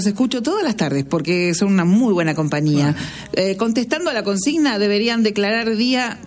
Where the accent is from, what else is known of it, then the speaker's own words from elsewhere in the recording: Córdoba, Argentina; now in Azul, Argentina; un cordobés viviendo en Azul. Muy buen programa. En Azul, provincia de Buenos Aires.